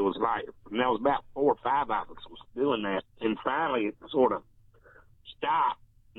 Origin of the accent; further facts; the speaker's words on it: Guntersville, Alabama, United States; We grew up in Lake Gunnersville. This was back around 1971, so that was a while back ago.